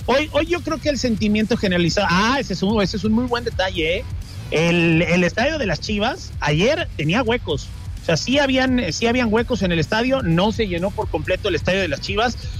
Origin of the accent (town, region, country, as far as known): Mexico